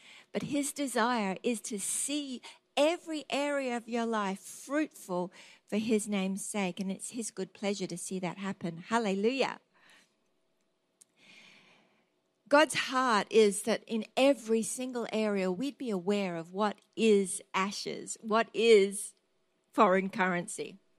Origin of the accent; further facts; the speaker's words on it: Australia; I'm an Australian, by the way.